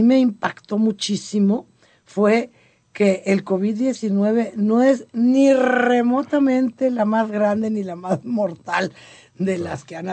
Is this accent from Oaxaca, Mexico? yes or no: no; Monterrey, Nuevo León, Mexico; todos los que somos de aquí de Monterrey, de Nuevo León